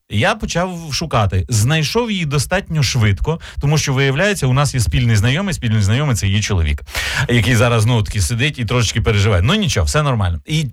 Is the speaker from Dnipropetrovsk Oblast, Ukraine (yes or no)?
no; Vinnytsia, Vinnytsia Oblast, Ukraine; наше рідне місто